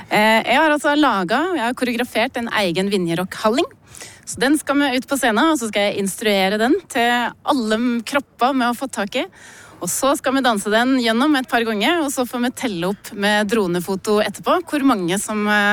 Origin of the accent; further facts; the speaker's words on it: Vang, Innlandet, Norway; jeg vokste opp I Vang, så det her virkelig min barndom og ungdomstid.